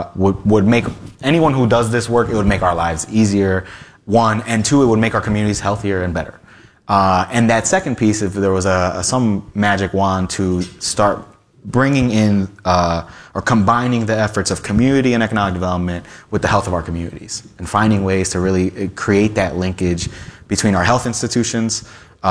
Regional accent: Ohio, United States; So I grew up on Stockyards neighborhood, west side of town, West 70th and Clark, 69 block of Clark. My family moved here from the 90s and from Puerto Rico.

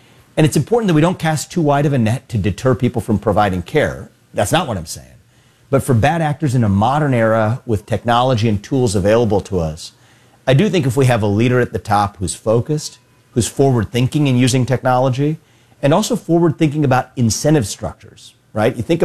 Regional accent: Cincinnati, Ohio, United States; in Cincinnati, my hometown, Cincinnati public schools were closed for 2 years during the pandemic

